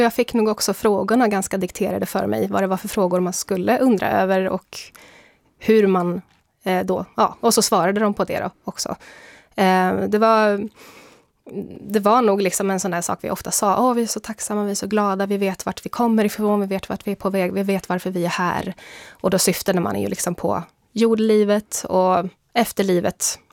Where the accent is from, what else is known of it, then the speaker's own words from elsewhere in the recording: Sweden; jag var mormon för jag var svensk